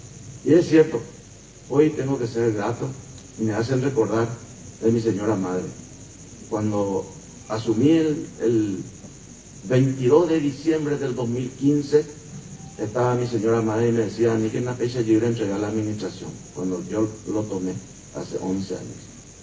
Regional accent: Paraguay; hoy somos paraguayos agradecidos, gratos con la vida, con la historia y con nuestros héroes de la patria.

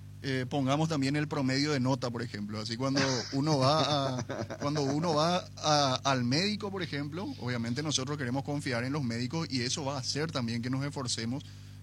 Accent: Paraguay; en Paraguay somos todos hermanos

